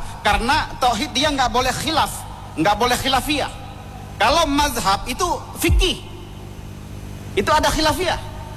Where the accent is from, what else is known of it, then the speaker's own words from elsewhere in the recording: Aceh, Indonesia; Khususnya kita orang Aceh